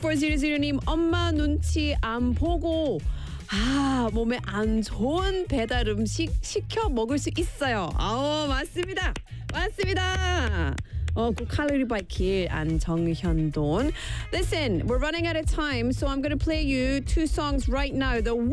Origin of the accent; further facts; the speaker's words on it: Scotland, United Kingdom; That's because I'm Scottish.